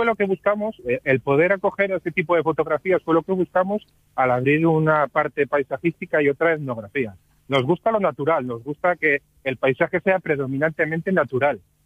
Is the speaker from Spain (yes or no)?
yes; Asturias, Spain; un poco de nuestras raíces, que somos, como somos los asturianos, que tenemos las raíces bien enterradas en la tierra.